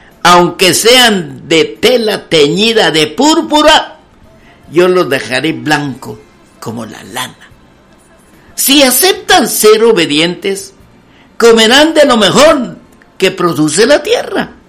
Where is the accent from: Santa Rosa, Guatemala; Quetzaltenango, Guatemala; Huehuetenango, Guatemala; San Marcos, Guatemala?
San Marcos, Guatemala; Yo soy de San Marcos.